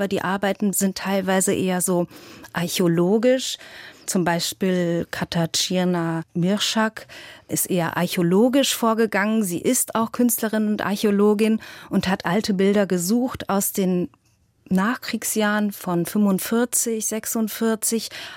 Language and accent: German; eastern Germany, Germany; moved away; in der Siedlung oder in der Wohnung, in der ich aufgewachsen bin, wo meine Mutter seit 1966 lebt, versucht, dieses Heimatfinden zu fotografieren und eben auch diese Dinge, die das schon auch besonders macht, wenn man aus dem Osten in den Westen gesiedelt ist.